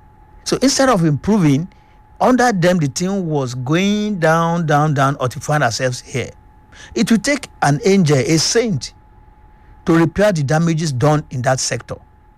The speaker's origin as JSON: {"language": "English", "country": "Nigeria", "said": "I am one Nigerian"}